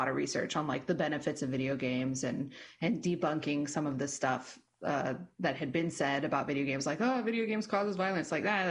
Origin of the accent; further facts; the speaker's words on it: El Centro, California, United States; we grew up in El Centro because she moved from Hopeville to El Centro.